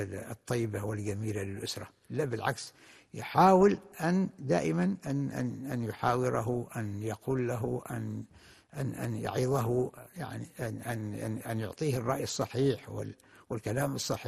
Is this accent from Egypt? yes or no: no; Oman; السابق كان واحد الحياة بسيطة في القرى في البلدان، مثلا عندنا في عمان تجد الواحد أين يذهب، يعني البلد كلها متكاتفة وكلها متعاونة وكلها متعارفة